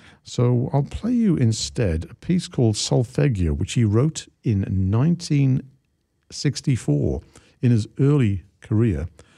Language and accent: English; Wales, United Kingdom; I grew up in the English-speaking bit of Wales